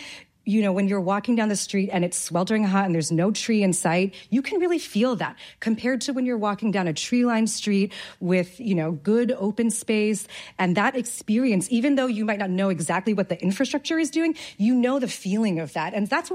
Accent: New York, United States; No, I was just kind of curious as a New Yorker

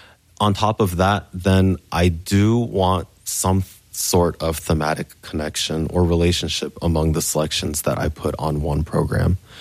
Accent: Japan; the neighborhoods that I grew up in Japan, and the friends that I had in Memphis

